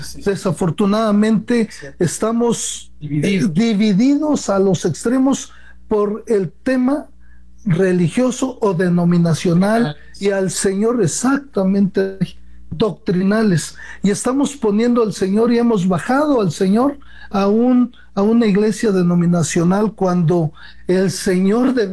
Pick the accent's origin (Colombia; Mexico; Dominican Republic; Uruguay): Mexico